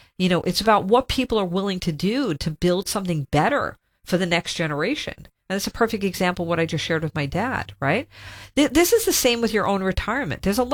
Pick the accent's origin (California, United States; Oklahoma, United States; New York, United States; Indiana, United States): New York, United States; Long Island; growing up on Long Island, Boy, it gets pretty cold there in the homes in the winter.